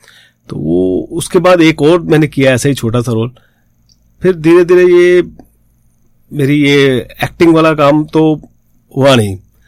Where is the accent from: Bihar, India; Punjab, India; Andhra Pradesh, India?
Punjab, India; Jalandhar; मैं बेसिकली पंजाब से हूं, पंजाब के जलंधर शहर से